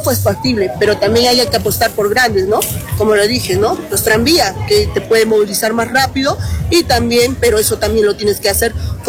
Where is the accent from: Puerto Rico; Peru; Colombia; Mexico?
Peru; Arequipa; also born or lived in Trujillo; Efectivamente, he nacido en la ciudad de Trujillo, pero yo me he criado y mi vida está hecha en Arequipa. Desde los 2 o 3 años mi familia me trajo aquí